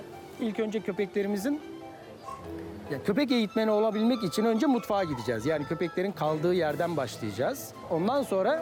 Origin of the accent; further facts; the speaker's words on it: Erzurum, Turkey; born there; Erzurum doğumluyum. 1975 Erzurum doğumluyum.